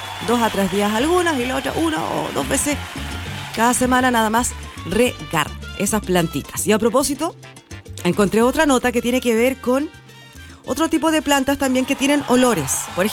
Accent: Carampangue, Biobío, Chile; Mira, soy de Carampangue y por acá llueve.

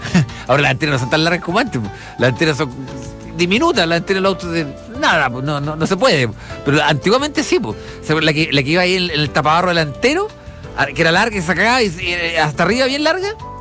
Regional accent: Chile; Esto, a ver, uno que somos chilenos, no nos estamos quejando, ¿eh?

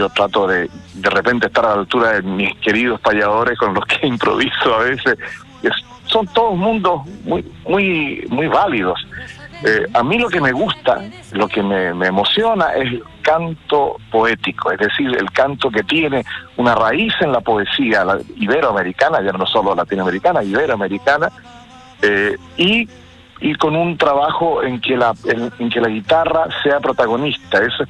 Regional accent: Santiago, Santiago Metropolitan Region, Chile; moved away as an adult; now in Horcón, Chile; Santiago, que es mi ciudad natal. Yo soy nacido y mal criado en Santiago.

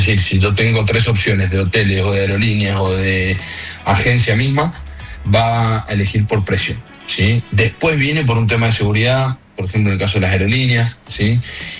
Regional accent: Mendoza, Argentina; now in Chile; uno que es argentino, mendocino, inclusive para nosotros Viña del Mar es la segunda casa.

